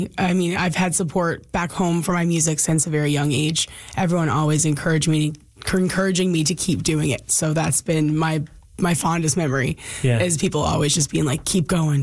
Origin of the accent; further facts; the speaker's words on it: Labrador City, Newfoundland and Labrador, Canada; I grew up in Lab City just being a part of Encore Entertainment mostly, which I started when I was 14.